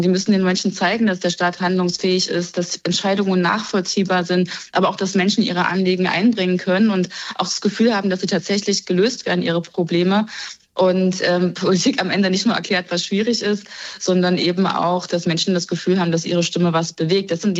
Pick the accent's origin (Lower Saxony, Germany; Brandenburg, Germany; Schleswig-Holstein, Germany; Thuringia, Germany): Thuringia, Germany; ich komme aus Thüringen